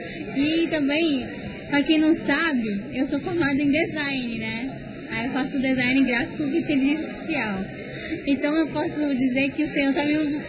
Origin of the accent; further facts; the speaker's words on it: Imperatriz, Maranhão, Brazil; Eu nasci no Maranhão, eu sou maranhense, não sou nem paraense, não sou. E a gente nasceu na Imperatriz.